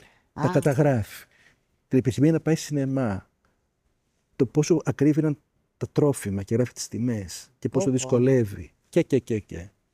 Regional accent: Athens, Attica, Greece; Όπως είπα στην αρχή της συνομιλίας μας, μεγάλωσα στην Πατησίων.

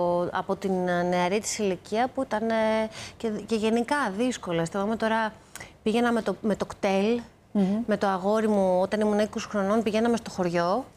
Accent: Athens, Attica, Greece; Ο μπαμπάς μου ήταν από το Λαφίστη Βιωτίας. Ναι. Εγώ γεννήθηκα στην Αθήνα και μεγάλωσα στην Αθήνα.

